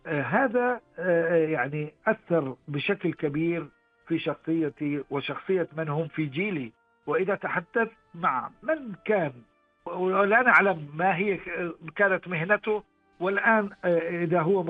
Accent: Kuwait; moved away as an adult; also born or lived in Baghdad, Iraq; أنا يعني تربيت وترعرعت بالكويت، أكملت دراستي الجامعية في جامعة بغداد صحافة وإعلام

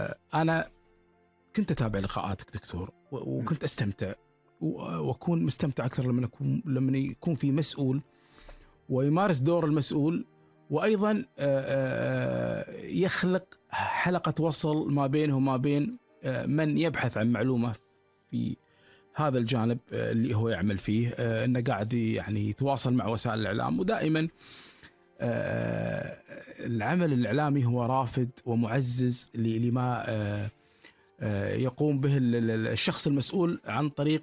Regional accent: Kuwait

